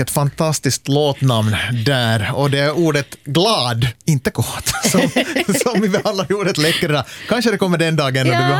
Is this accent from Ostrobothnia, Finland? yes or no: yes; Ostrobothnia, Finland; det kan ju hända att det beror på att jag är från Österbotten